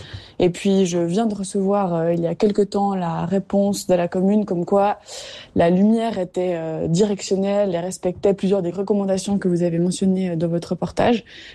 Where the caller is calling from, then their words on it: Vaud, Switzerland; C'est aussi mon cas dans la région de Lausanne.